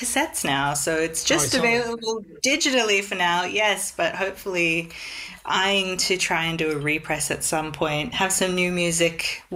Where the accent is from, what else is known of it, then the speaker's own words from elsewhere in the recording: Malaysia; being Indian Malaysian myself.